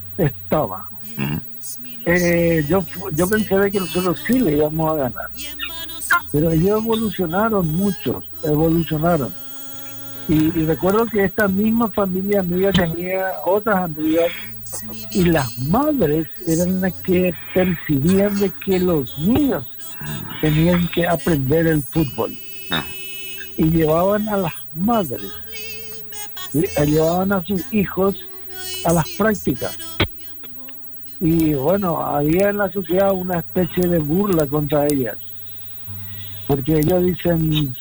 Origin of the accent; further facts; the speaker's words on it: Paraguay; Así es. Nosotros como paraguayos siempre sabemos recuperando